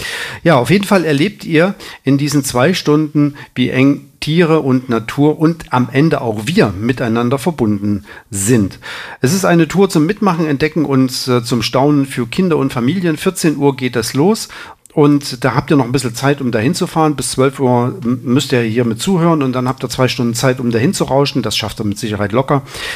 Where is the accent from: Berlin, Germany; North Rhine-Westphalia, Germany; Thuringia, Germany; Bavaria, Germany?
Thuringia, Germany; Ja, ich komme ja aus Thüringen und vielleicht gehöre ich ja zu den Waldziegen, keine Ahnung.